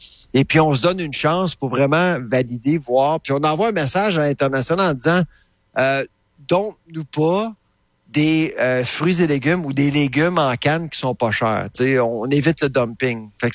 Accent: Canada; parce que moi, je suis Canadien. Au Canada, on a un système public.

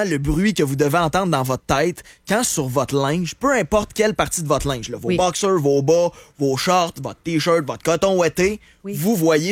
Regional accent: Rivière-à-Pierre, Quebec, Canada; moi, je viens de Rivière-à-Pierre, à base. Je suis né là.

